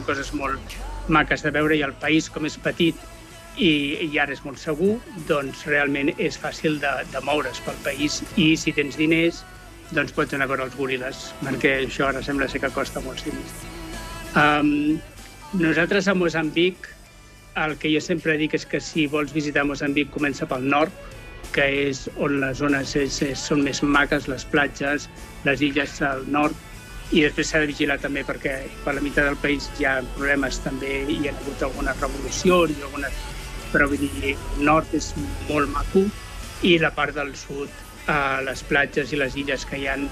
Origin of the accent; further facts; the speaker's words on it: Catalonia, Spain; O sigui que des del principi que ens ha dit que nosaltres som catalans i que som una família catalana i que no som espanyols.